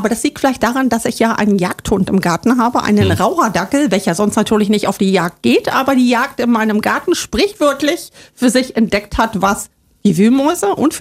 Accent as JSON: {"language": "German", "region": "East Germany", "country": "Germany", "tie": "born or raised there", "said": "Ja, ich bin ein Kind des Ostens. Ich bin im Osten groß geworden."}